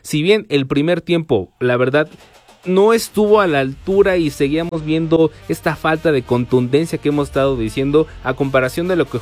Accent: Mexico; ahorita como mexicanos estamos viendo historia

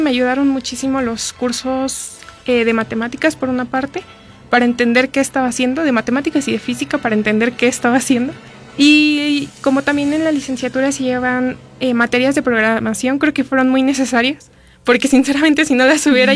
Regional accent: Hidalgo, Mexico; yo también soy del estado de Hidalgo

